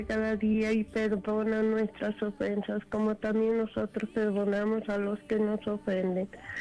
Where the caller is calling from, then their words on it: Denver, Colorado, United States; de la 1340M de Denver, Colorado